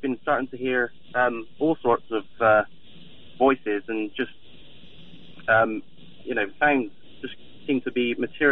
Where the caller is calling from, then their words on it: Bristol, South West England, United Kingdom; I'm calling from Bristol in the UK.